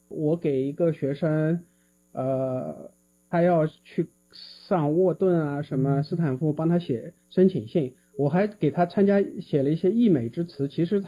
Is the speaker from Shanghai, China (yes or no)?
yes; Shanghai, China; 我们是上海人嘛